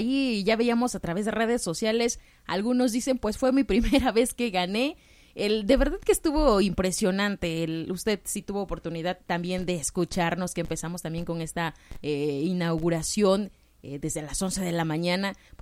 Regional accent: Mexico

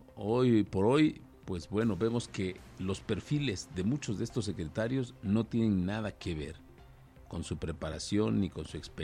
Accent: Oaxaca, Mexico; y lo cual, para nosotros como oaxaqueños, saber que ella nació acá

